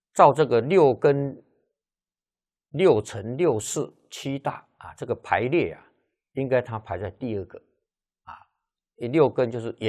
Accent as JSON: {"language": "Chinese", "country": "China", "said": "我们中国人常讲的那个压轴好戏就放在最后面"}